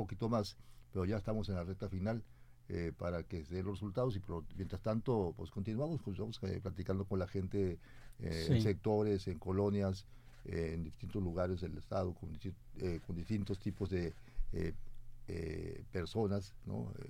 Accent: Sonora, Mexico; con identidad como mexicanos, como mexicanas

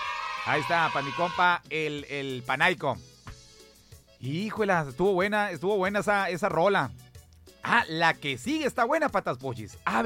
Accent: northern Mexico, Mexico

